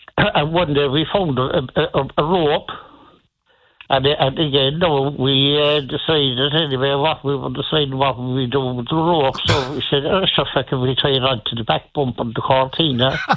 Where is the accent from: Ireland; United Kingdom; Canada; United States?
Ireland; Cork, Munster; born there; I do. I was born in Cork City in a very unusual place.